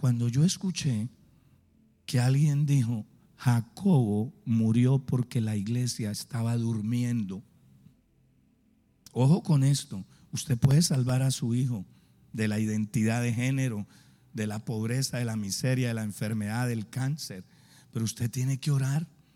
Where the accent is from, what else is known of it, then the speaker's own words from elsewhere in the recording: Guaymaral, Bogotá, Colombia; Yo vivía en Comuneros. Yo me crié en Guaymaral. Viví 39 años en Guaymaral. Y llevaba más de 20 en Comuneros.